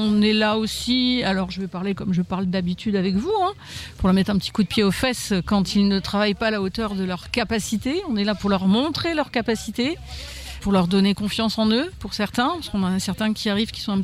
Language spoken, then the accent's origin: French; Cuise-la-Motte, Hauts-de-France, France; Je suis native du secteur, hein. Je suis native de Cuise-la-Motte.